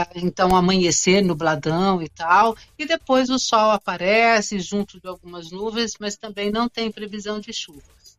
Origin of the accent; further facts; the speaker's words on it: Rio de Janeiro, Brazil; você é mineira e eu sou do Rio de Janeiro, quase com pé em Minas. A gente fala angu, a gente não fala polenta.